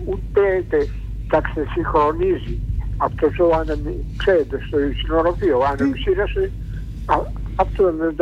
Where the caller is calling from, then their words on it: Cholargos, Attica, Greece; είμαι από το Χολαργό.